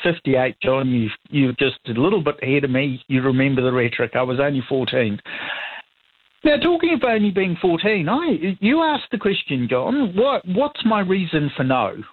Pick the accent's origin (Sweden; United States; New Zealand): New Zealand; from my point of view as a New Zealander, as a fifth or sixth generation New Zealander, this is what I've grown up with.